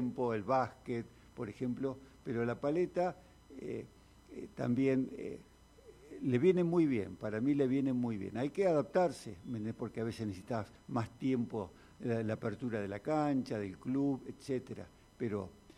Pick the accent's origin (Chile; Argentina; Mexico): Argentina; Cipolletti, Río Negro; hablo de Cipolletti, por uno de cipolinio de toda la vida